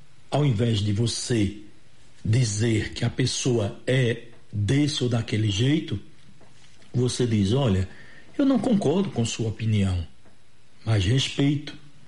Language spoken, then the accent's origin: Portuguese; Pernambuco, Brazil; A gente é de uma região do Agreste, do Sertão, que sofre com a seca.